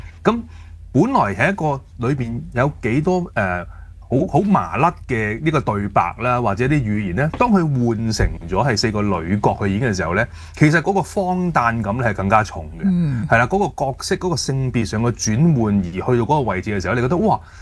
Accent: Hong Kong; 我哋香港人好關心嘅一樣嘢

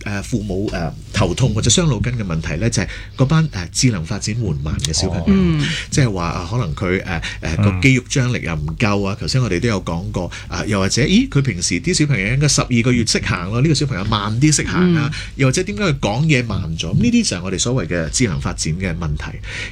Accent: Hong Kong

